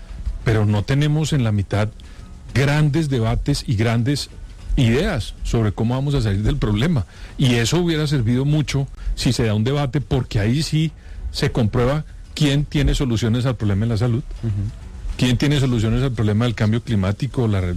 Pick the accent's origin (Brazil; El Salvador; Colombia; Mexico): Colombia; Y yo creo que lastimosamente quienes vamos a perder somos los colombianos